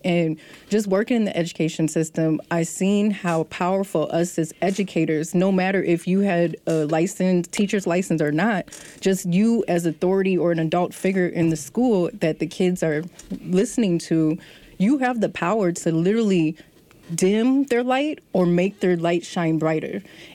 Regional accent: Saint Paul, Minnesota, United States; Growing up in Rondo

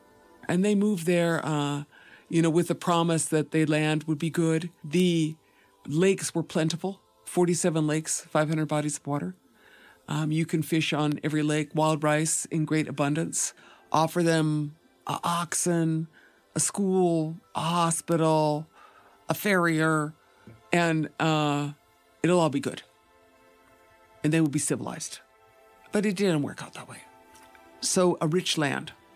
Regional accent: White Earth Reservation, Minnesota, United States; I'm from the White Earth Reservation. Ndunjaba, Oma'a King, I'm from this land here.

